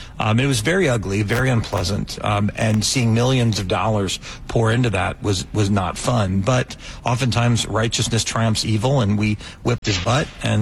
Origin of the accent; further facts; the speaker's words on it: United States; It's good for me as a Republican. It's bad for me as an American.